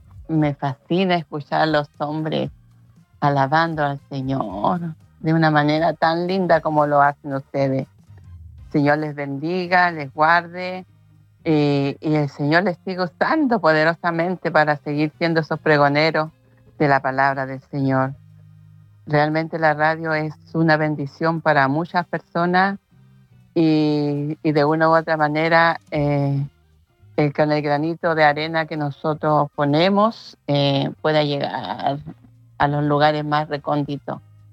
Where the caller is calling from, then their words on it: Antofagasta, Chile; le hablo de Antofagasta